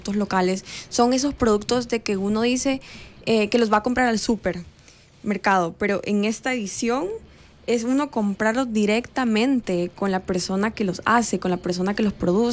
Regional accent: El Salvador; moved away; also born or lived in Houston, United States; cuando regresamos a El Salvador

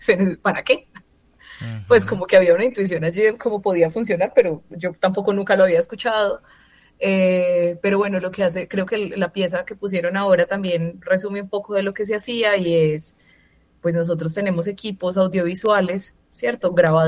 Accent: Pereira, Risaralda, Colombia; now in Manizales, Colombia; yo soy pereirana, mi familia vivía en Pereira, es como mi núcleo central

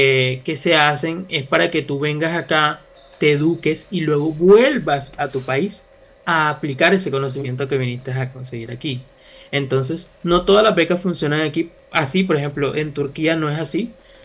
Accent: Caribbean Region, Colombia; moved away as an adult; now in Turkey; yo vengo del Caribe, o sea, mi piel es morena, yo vengo del sol.

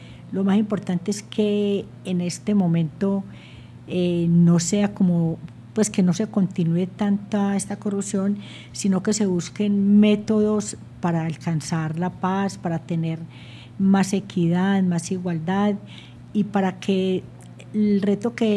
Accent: Colombia; nosotros como colombianos

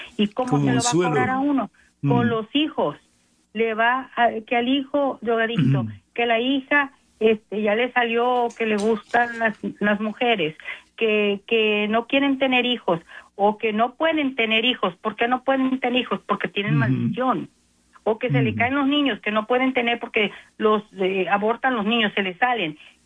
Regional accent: Mexico; yo soy mexicana

